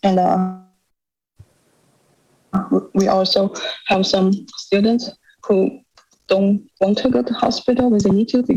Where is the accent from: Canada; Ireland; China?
China; moved away as an adult; now in United States; I'm a third year PhD student in mechanical engineering, and I'm from China